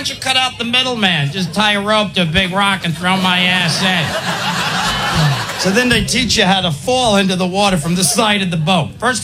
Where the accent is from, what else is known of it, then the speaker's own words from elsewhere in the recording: New York, United States; Oh, no, I'm from New York. Maybe just let me hold my breath. You know, we're from New York. New Yorkers, we don't swim.